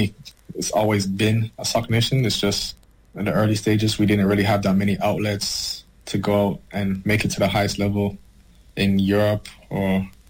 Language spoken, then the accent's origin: English; Canada; All my friends from Canada. That's where I learned the trade of football as well, from being a Canadian program. So I think it was only right to represent Canada and your country